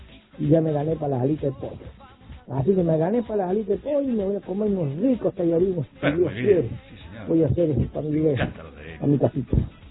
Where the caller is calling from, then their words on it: Cuadro Venegas, Mendoza, Argentina; acá de Cuadro Venegas.